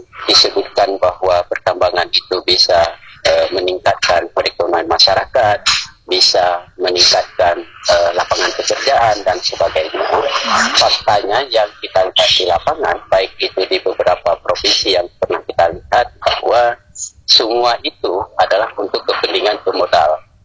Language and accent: Indonesian; Aceh, Indonesia; kita Aceh ini adalah wilayah agraris